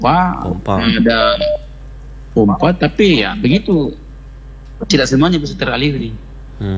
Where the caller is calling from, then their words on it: Pinrang, South Sulawesi, Indonesia; Di Kabupaten Pintrang kalau di daerah saya, Kecamatan Lembang ini termasuk kecamatan yang paling parah ya